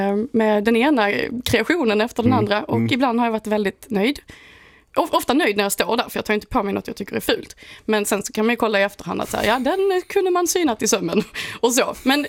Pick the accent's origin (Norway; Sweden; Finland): Sweden; Helsingborg, Skåne; also born or lived in Stockholm; Jag spelar i Helsingborg, min hemstad. Och sen spelar jag i Stockholm som också är min hemstad.